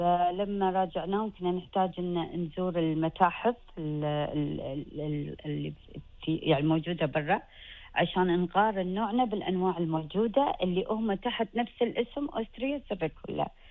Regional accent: Kuwait

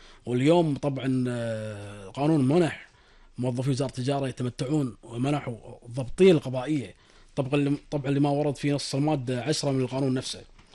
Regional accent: Kuwait

